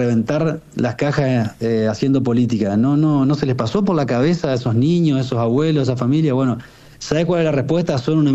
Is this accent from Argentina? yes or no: yes; Argentina; tenemos que madurar nosotros como argentinos